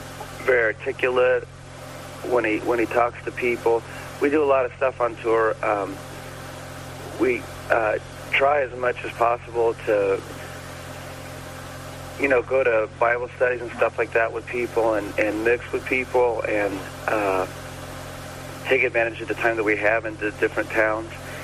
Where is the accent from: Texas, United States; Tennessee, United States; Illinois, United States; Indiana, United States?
Indiana, United States; I grew up in Indiana, which is, in Indiana they consider themselves Midwesterners. And I realized that I really miss the Midwest.